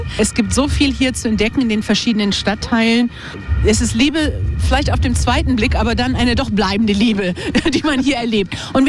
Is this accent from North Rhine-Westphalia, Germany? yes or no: no; Hannover, Lower Saxony, Germany; Das ist auch von ihm, hier aus Hannover. Wer denkt das schon, nicht? Aus der Nordstadt, wo ich aufgewachsen bin.